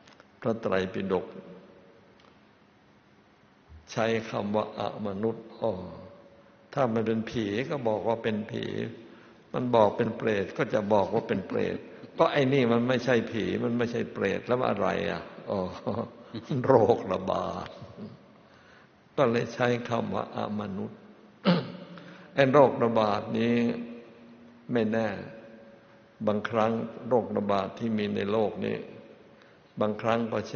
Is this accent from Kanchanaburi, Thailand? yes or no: yes; Kanchanaburi, Thailand; born or raised there